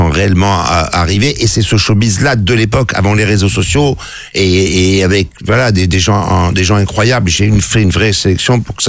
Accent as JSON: {"language": "French", "town": "Marseille", "region": "Provence-Alpes-Côte d'Azur", "country": "France", "said": "je suis Marseillais"}